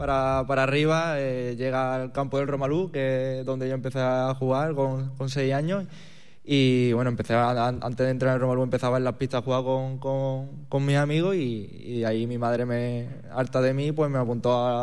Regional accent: Málaga, Andalusia, Spain; now in Benalmádena, Spain; Del barrio de la Luz, que está ahí al lado.

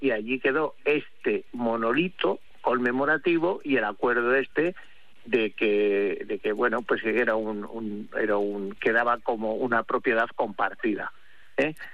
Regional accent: Ávila, Castile and León, Spain; Si yo soy de Ávila, soy un abulense genético, que es que me he criado gracias a las patatas revolconas, a la morcilla y a los platos de judías

